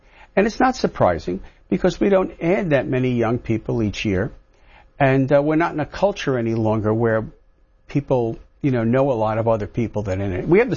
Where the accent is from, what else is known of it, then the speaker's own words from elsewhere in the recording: Elmont, New York, United States; I grew up in Elmont, went to Sewanaka High School.